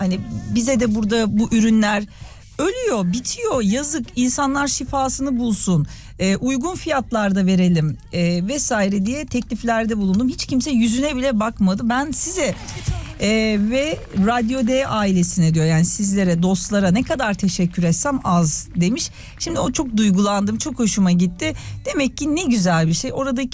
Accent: Mersin, Turkey; kendi memleketimde Mersin'de

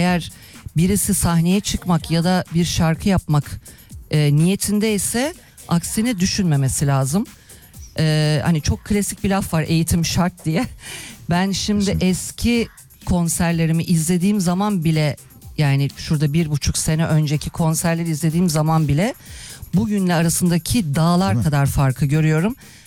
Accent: Istanbul, Turkey; also born or lived in Ankara; Ankara'da doğdum ama İstanbulluyum diyeceğim. Çünkü 12 yaşımdan beri İstanbul'da yaşıyorum ama doğum yerim Ankara.

